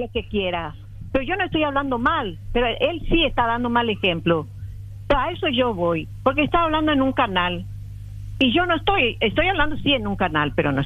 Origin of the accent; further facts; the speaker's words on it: Buenos Aires, Argentina; now in Paraguay; Yo te dije que yo me crié en Buenos Aires. Sí. Pero yo amo mucho el guaraní, demasiado. Y todo lo que sea guaraní, todo lo que sea de mi país, yo amo. Cuando yo vivía allá, demasiado amaba todo.